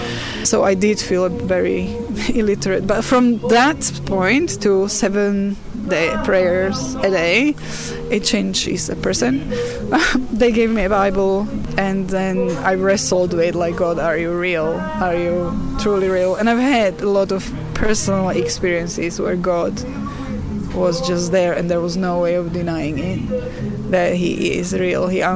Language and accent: English; Slovakia; English is a second language; My grandfather was a leader of Communist Party in the region because I'm from Slovakia. And when I was little, until about 8 or 9, there was still communism in Slovakia, Czechoslovakia then.